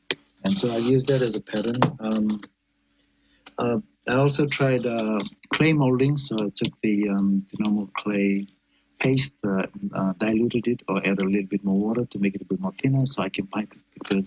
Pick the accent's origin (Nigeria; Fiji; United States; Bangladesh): Fiji; born or raised there